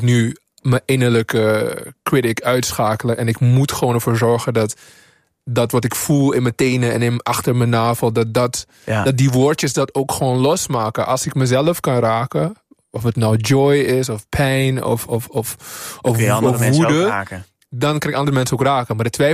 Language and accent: Dutch; Suriname; Toen ik in Suriname opgroeide op de middelbare school